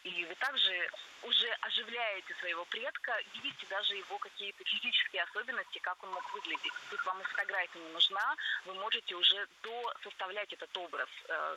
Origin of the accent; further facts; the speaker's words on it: Urals, Russia; Вот мы с Вячеславом с Урала